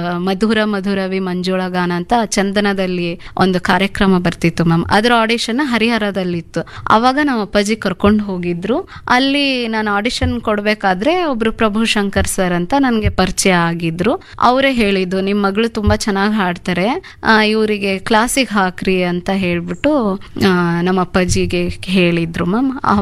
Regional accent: Karnataka, India; also born or lived in Harapanahalli / Davangere; ಅದಾದ್ಮೇಲೆ ನಮ್ಮೂರಲ್ಲಿ 1-7 ವರ್ಗೂ ಅಷ್ಟೇ ಮ್ಯಾಮ್ ಸ್ಕೂಲ್ ಇರೋದು. ಅದಾದ್ಮೇಲೆ ನಾನು ಗೌರ್ಮೆಂಟ್ ಸ್ಕೂಲಲ್ಲಿ ಓದಿದ್ದು. ಅದಾದ್ಮೇಲೆ ನಮ್ಮೂರಿಂದ 1-2 ಕಿಲೋಮೀಟರ್ ದೂರ ಸಾಸಿವೆಹಳ್ಳಿ ಅಂತ, ಅಲ್ಲಿ ನನ್ನ ಹೈ ಸ್ಕೂಲ್ ಎಜುಕೇಷನ್ ಅಲ್ಲೇ ಮ್ಯಾಮ್

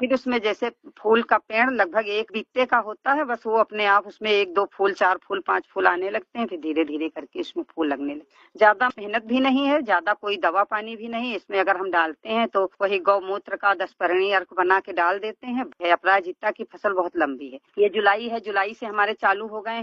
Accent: Dhineni, Uttar Pradesh, India; मैं ग्राम पंचायत धिनेनी से हूँ। मेरा जिला सीतापुर, ब्लॉक बिसवा।

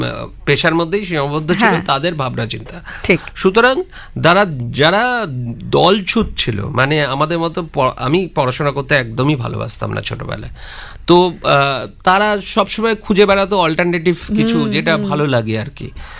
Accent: Kolkata, West Bengal, India; কলকাতাতেই ছিলাম আমি ছোটবেলা থেকে, কলকাতাতেই বড় হয়েছি

